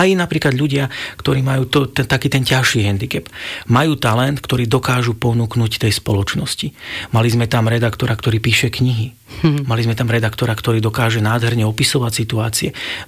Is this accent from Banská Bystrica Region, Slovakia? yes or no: yes; Banská Štiavnica, Banská Bystrica Region, Slovakia; ako chlapec v Banskej Štiavnici to bolo, tam som študoval, takže tam som bol na strednej škole, ale vlastne už na základnej škole.